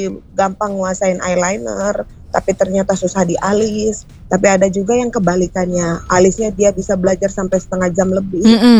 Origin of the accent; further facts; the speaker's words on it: North Sumatra, Indonesia; Sebenarnya bisa. Aku orang Batak.